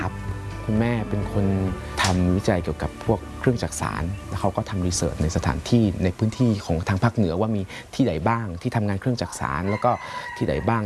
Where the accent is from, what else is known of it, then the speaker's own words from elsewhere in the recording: Chiang Mai, Thailand; เอาภายในจังหวัดเชียงใหม่คือเป็นจังหวัดบ้านเกิดของเราเอง